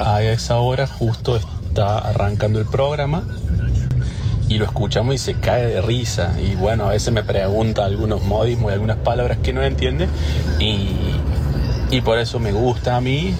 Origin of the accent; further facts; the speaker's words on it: Córdoba, Argentina; Yo soy cordobés, así que...